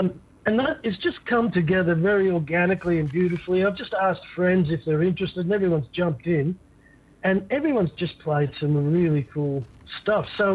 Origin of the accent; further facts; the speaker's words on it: Brisbane, Queensland, Australia; Look, I grew up in Brisbane, and I, in the... I was playing music in the early 80s in Brisbane